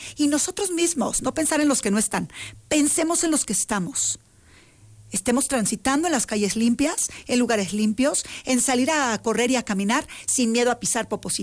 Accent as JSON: {"language": "Spanish", "country": "Mexico", "said": "de una manera que estemos orgullosos de decir soy mexicano"}